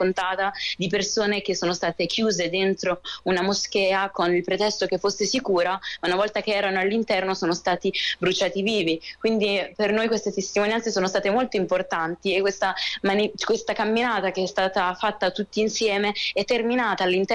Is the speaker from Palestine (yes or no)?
yes; Palestine; first language Arabic; Italian is a second language; io sono madrelingua araba e sono palestinese